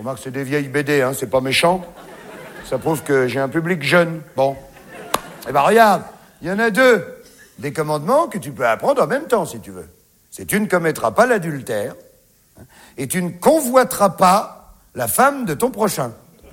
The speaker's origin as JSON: {"language": "French", "country": "France", "said": "Hein, vous avez vu, chez nous, en France, ils ont dit, ah, oui, oui, oui."}